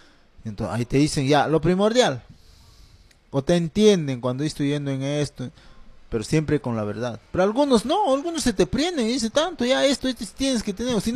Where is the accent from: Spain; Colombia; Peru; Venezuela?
Peru; como peruanos, entre peruanos, estamos para poder sobrellevarnos algunas inconveniencias.